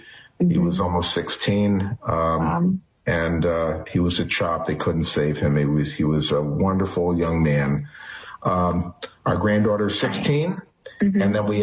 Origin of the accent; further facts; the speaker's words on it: Allentown, Pennsylvania, United States; in Allentown, Pennsylvania, is where we mm-hmm. reside for part of the year now, but this has been my hometown.